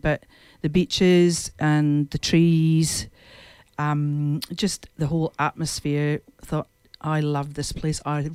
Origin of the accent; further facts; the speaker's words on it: Scotland, United Kingdom; moved away as an adult; now in Margaret River, Australia; I grew up in the country. I wasn't a city girl at all Scotland.